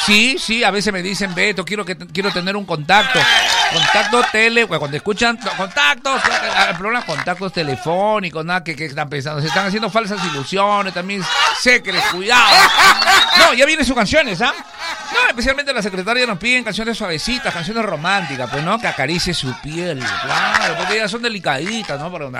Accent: Peru; Y como todo peruano, estamos en la libertad de ir en nuestro país

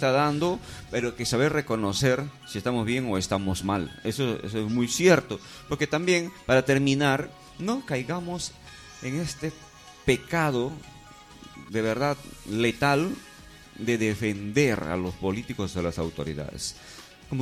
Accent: Pólvora, San Martín, Peru; also born or lived in Tocache; donde yo voto en Pólvora, soy de Pólvora y de Tocache

